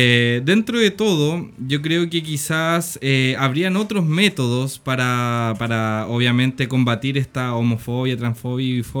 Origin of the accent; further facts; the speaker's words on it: Osorno, Los Lagos, Chile; Nuestras culturas, sobre todo Osorno, una cultura que es bien aguasada, como dice, bien de campo